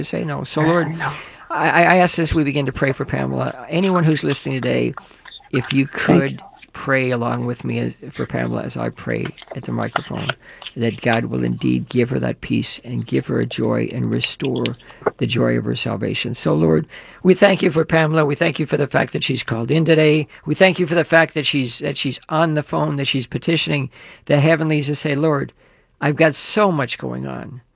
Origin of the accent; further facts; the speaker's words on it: Levittown, New York, United States; born there; moved away; I grew up in Levittown for a while